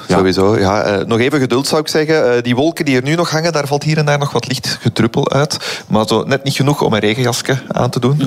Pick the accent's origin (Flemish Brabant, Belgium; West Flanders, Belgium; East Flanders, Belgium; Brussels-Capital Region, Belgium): Flemish Brabant, Belgium; Nu, ik ben van Vlaams-Brabant, savan nog wel.